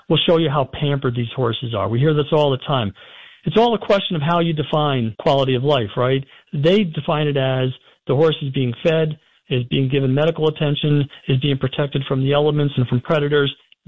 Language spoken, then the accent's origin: English; New York, United States; born or raised there